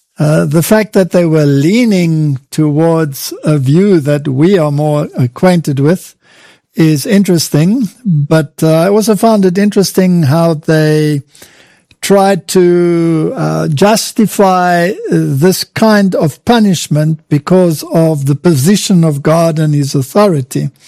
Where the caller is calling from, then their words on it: Hoedspruit, Limpopo, South Africa; We're in a town called Hoedspruit, which translated means Hat Creek